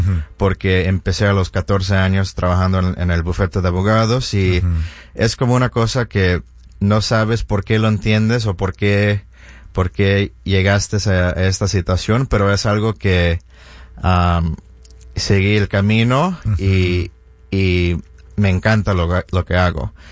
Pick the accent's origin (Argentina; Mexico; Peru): Mexico; Y me gusta este trabajo porque yo soy latino, soy mexicano, y mucha gente de los clientes del bufete de abogados de compensación al trabajador hablan español.